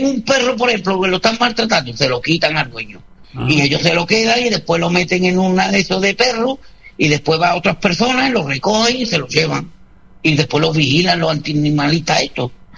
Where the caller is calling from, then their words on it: Jerez de la Frontera, Andalusia, Spain; chicharrones de aquí de Jerez